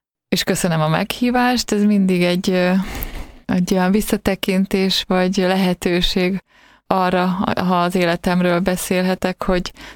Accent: Békés, Hungary; moved away as an adult; Békésen születtem, ez egy kis város Békés megyében, Délalföldön. A viharsarok helye egyébként, és viharos időkben is születtem, mert 56. november 6-án

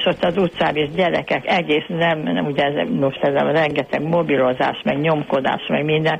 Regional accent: Budapest, Hungary; moved away as an adult; now in Zalaegerszeg, Hungary; én Budán laktam, most Zalaegerszegen élek, ide jöttem férhez

